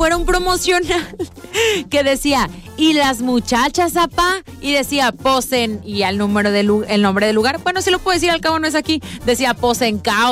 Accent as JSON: {"language": "Spanish", "town": "Guadalajara", "region": "Jalisco", "country": "Mexico", "moved": "yes", "said": "allá en Guadalajara, de donde yo soy"}